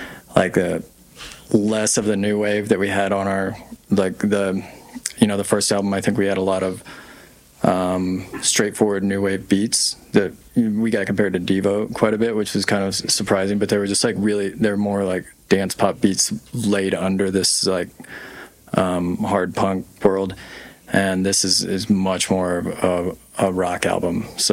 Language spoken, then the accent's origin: English; Texas, United States; I'm from North Texas